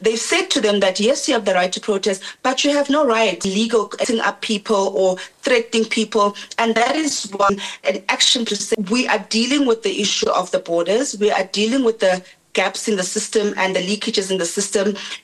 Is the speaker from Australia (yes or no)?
no; South Africa